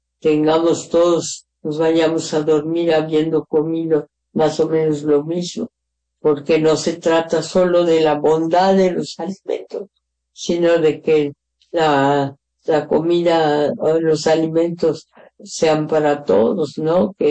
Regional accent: Mexico; now in Mexico City, Mexico; lo que sucede en mi país

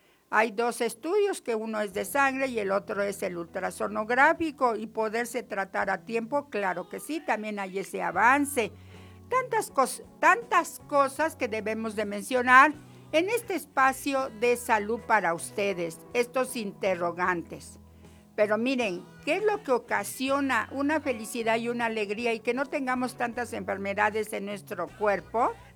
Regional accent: Oaxaca, Mexico; Recuerde, vengo de la ciudad de Oaxaca, no vivo en la ciudad de Tlaxiaco, vengo de Oaxaca.

